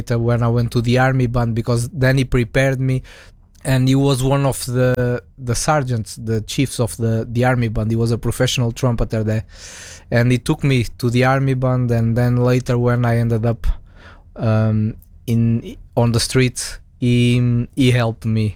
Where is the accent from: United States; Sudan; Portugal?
Portugal; born or raised there; moved away